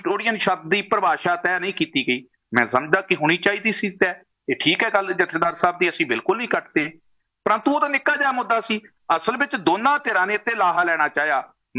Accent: Punjab, India; moved away as an adult; now in Canada; ਅੱਜ ਅਸੀਂ ਕੈਨੇਡਾ ਦੀ ਧਰਤੀ ਤੇ ਬੈਠੇ ਹਾਂ ਜਾਂ ਪੰਜਾਬ 'ਚੋਂ ਅਸੀਂ ਪੰਡ ਗਏ ਸੀ

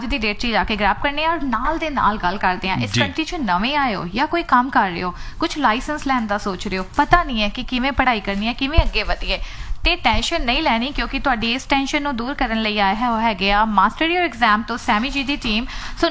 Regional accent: Amritsar, Punjab, India; ਮੈਂ ਵੀ ਅੰਮ੍ਰਿਤਸਰ ਤੋਂ ਆ

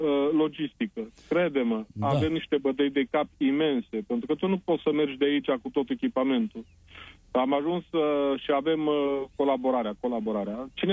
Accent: Romania; now in Canada; la noi, la români, ține foarte mult de cultura și tradiția noastră. Toți am crescut pe lângă o apă.

